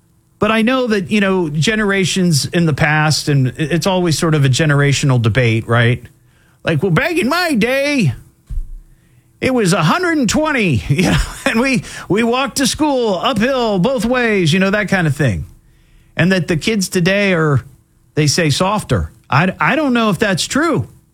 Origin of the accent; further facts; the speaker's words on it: Beavercreek, Ohio, United States; the schools that I grew up going to in Beaver Creek